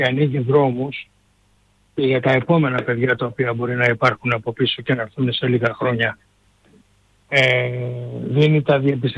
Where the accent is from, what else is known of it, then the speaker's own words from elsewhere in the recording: Greece; γιατί είμαστε Έλληνες.